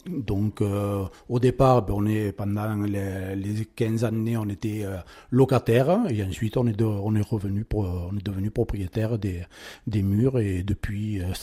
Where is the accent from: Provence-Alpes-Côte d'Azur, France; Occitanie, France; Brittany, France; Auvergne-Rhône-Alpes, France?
Occitanie, France; Lézignan-Corbières; moved away as an adult; now in Chalabre, France; Non, je suis natif de Lézignan-Corbière.